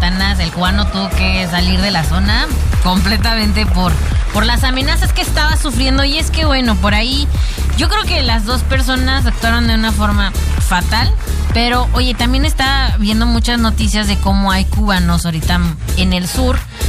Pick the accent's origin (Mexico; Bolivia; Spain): Mexico; nosotros como mexicanos